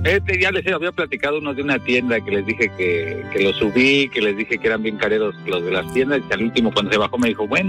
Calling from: Querétaro, Mexico; Bueno, ahorita estoy en Querétaro, hermano.

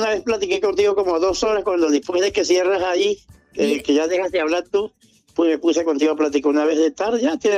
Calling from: Loma de Caballo, Tabasco, Mexico; yo vivo en Loma de Caballo. Lo que pasa es que por acá tengo familia y por acá estoy ahorita.

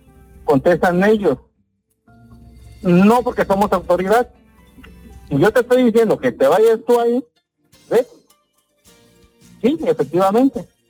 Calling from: Tapachula, Chiapas, Mexico; nosotros vivimos en Tapachula. Yo por lo consiguiente vivo en Tapachula.

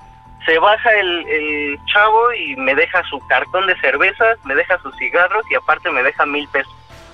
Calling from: Mexico City, Mexico; De aquí, de la Ciudad de México.

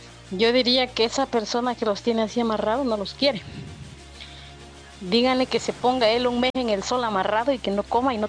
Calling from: Rizo de Oro, Chiapas, Mexico; Somos de Rizo de Oro, Nueva Tenosita.

